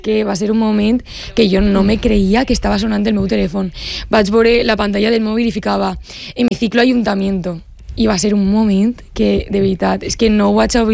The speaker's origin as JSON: {"language": "Catalan", "town": "Benetússer", "region": "Valencian Community", "country": "Spain", "tie": "born or raised there", "said": "Jo he crescut en Benetússer, és el meu poble i la meva casa, i res, tota la vida. He anat al col·legi allí"}